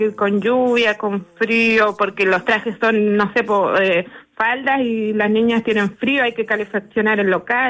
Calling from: Puerto Aysén, Aysén, Chile; estoy llamando desde Puerto Aysén.

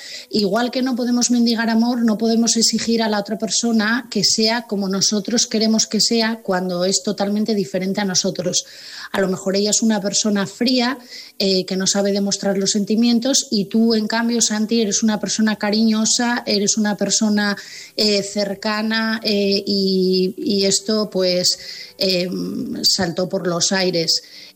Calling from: Asturias, Spain; de Asturias

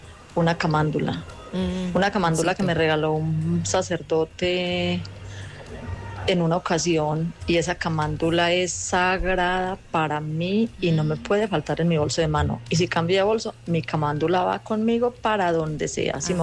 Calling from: Rionegro, Colombia; reportando sintonía de acá desde el municipio de Río Negro.

